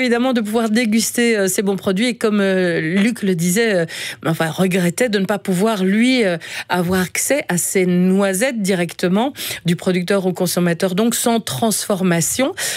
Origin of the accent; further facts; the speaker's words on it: Belgium; on reprend notre sujet consacré à la culture des noisettes chez nous en Belgique